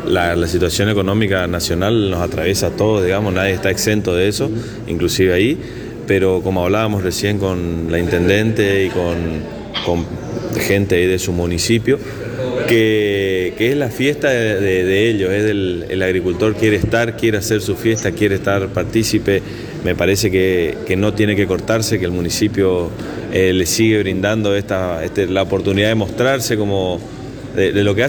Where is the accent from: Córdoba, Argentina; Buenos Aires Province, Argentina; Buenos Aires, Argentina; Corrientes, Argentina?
Corrientes, Argentina; Goya; yo que soy de Goya, me voy todos los años al agricultor